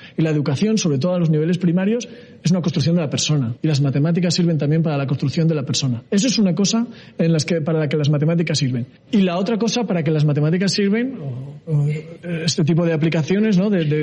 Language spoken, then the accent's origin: Spanish; Logroño, La Rioja, Spain; Pero no había informática en Logroño, de donde yo soy, no había informática